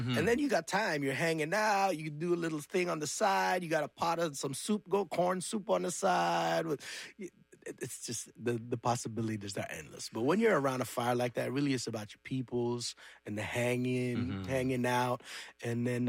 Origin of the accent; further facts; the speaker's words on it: Edmonton, Alberta, Canada; because I grew up in Edmonton.